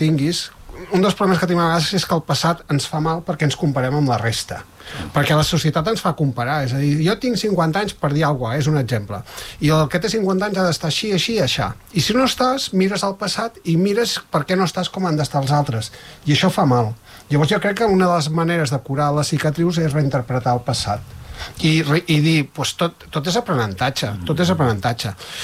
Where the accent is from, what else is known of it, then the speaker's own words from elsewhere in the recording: Igualada, Catalonia, Spain; jo sóc d'Igualada